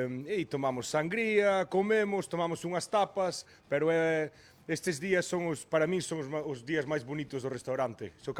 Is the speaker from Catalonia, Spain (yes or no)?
no; Galicia, Spain; Portuguese is a second language; Porque nós somos de Galícia. Galícia é temos um dialeto muito parecido ao português.